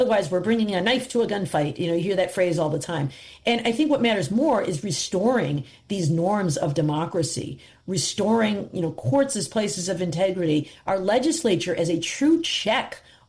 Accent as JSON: {"language": "English", "region": "Michigan", "country": "United States", "tie": "born or raised there", "said": "We've done that in my home state of Michigan with a ballot initiative that created an independent citizens redistricting committee."}